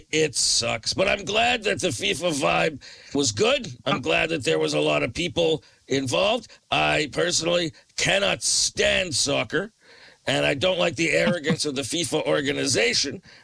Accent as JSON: {"language": "English", "country": "Canada", "said": "whenever they heard I was from Canada, we were from Canada"}